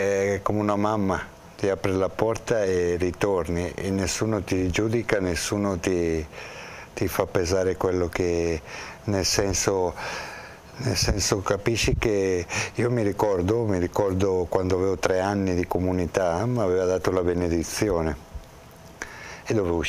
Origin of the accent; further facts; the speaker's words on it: Bergamo, Lombardy, Italy; da buon bergamasco è un po' una testa un po' dura